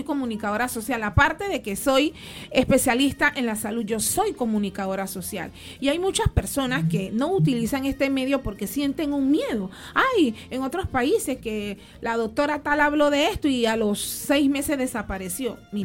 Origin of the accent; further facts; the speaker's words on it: Panama; de mi parte, como profesional, como panameña, quiera un consejo antes de vacunar a sus hijos, busquen información.